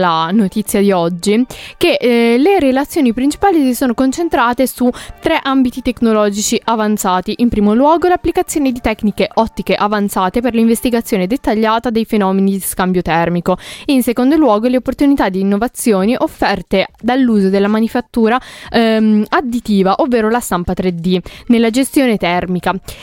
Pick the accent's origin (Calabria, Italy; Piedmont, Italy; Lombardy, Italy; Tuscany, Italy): Piedmont, Italy; Io vengo dal paese di Pavese.